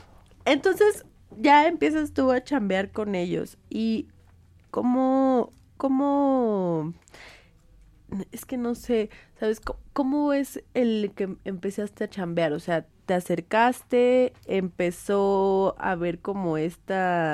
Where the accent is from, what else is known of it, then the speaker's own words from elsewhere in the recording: Mexico City, Mexico; O sea, yo crecí, te digo, acá en la Moctezuma, mi prepa está en Eduardo Molina, con esquina con San Juan de Aragón